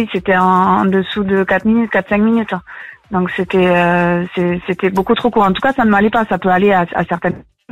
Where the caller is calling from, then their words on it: Toulouse, Occitanie, France; Je suis à Toulouse